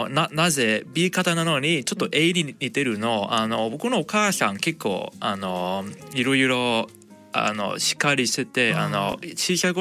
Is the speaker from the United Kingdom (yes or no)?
no; Hong Kong; moved away; 僕そもそも香港出身なので、